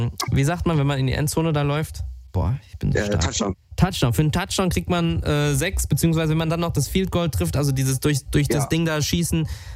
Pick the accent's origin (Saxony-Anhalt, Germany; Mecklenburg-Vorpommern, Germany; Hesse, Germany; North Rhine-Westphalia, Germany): Hesse, Germany; Frankfurt; Leute, ich komme aus Frankfurt, ganz ehrlich.